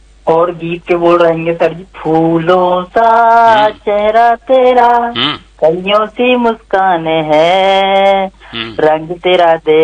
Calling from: Chhindwara, Madhya Pradesh, India

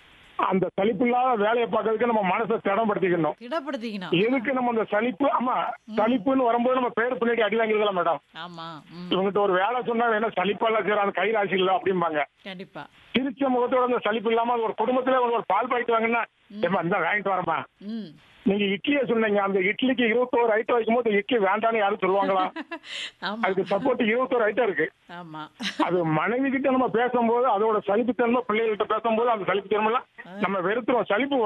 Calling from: Tamil Nadu, India; மூலகரப்பட்டி.

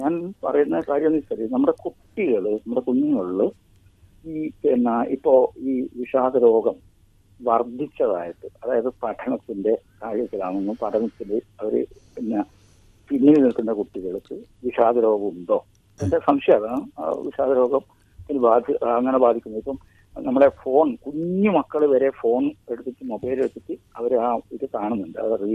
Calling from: Kasaragod, Kerala, India; ഞാൻ കാസർഗോഡ് നിന്നാണ് വിളിക്കുന്നത്.

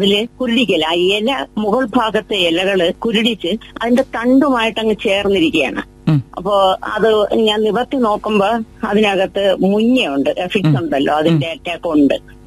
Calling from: Ulloor, Kerala, India; ഉള്ളൂരിൽ നിന്നാണ് സംസാരിക്കുന്നത്.

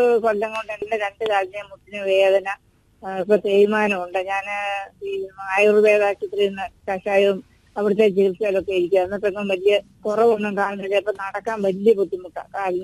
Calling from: Angadickal, Kerala, India; പത്തനംതിട്ട ജില്ലയിലെ അങ്ങാടിക്കൽ എന്ന് പറയുന്ന സ്ഥലത്ത് നിന്നാണ്. 26 വയസ്സുള്ള

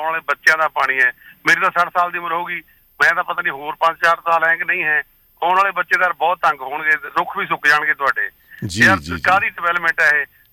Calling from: Mohali, Punjab, India; ਮੈਂ ਜੀ ਮੋਹਾਲੀ ਤੋਂ ਬੋਲ ਰਿਹਾ

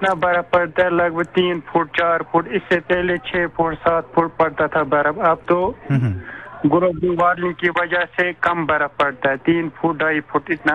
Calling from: Ganderbal, Jammu and Kashmir, India; हमारे जिले गांधरबल है ना सर

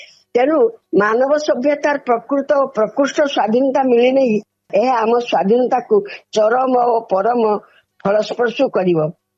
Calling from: Baripada, Odisha, India; ବାରିପଦାରୁ କହୁଛି, ସମାଜସେବୀ ଜଣେ।

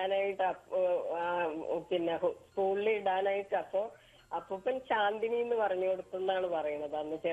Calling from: Kochi, Kerala, India

